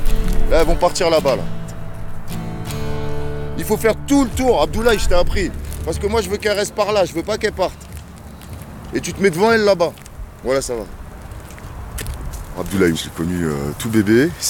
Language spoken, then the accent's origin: French; Bondy, Île-de-France, France; also born or lived in Livry-Gargan; Je suis né à Livry-Gargan, j'ai grandi à Bondy et pas bien sous bois. C'est pas loin d'ici.